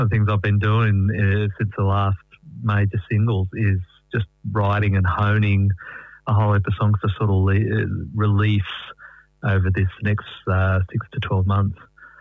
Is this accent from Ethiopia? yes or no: no; Tamworth, New South Wales, Australia; growing up in Tamworth.